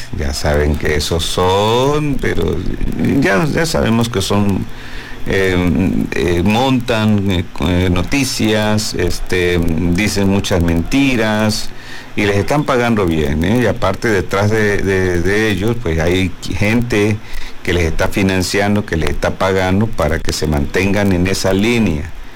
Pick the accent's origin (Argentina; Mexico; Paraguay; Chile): Mexico